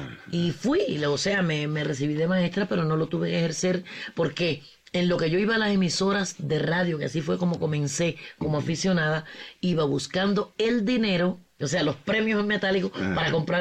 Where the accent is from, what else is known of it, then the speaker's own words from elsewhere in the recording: Havana, Cuba; born there; mi familia, todos mis padres y mi hermana mayor son de Pinar del Río. Pero ya de mí para abajo todos nacimos en La Habana.